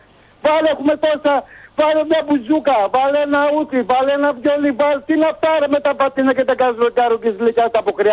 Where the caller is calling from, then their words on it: Greece; είναι προσβολή για την πατρίδα μου και το έθνος μου.